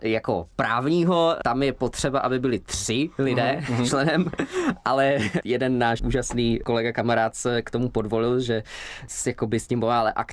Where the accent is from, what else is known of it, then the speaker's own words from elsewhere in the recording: Prague, Czechia; born there; also born or lived in Slovakia; jsem se narodil na Slovensku, mám tam kořeny, oba moji rodiče jsou ze Slovenska, ale zároveň už od svých 4 let žiju tady v Praze, to znamená od základní školy už tady i studuju